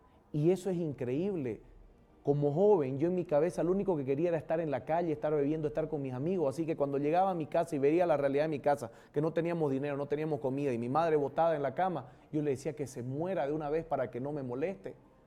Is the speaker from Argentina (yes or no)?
no; Bolivia; de la Orden de Predicadores, soy de Bolivia.